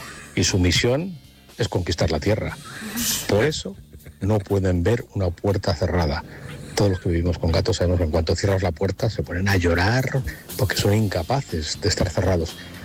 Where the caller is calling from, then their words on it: Segovia, Castile and León, Spain; de Segovia.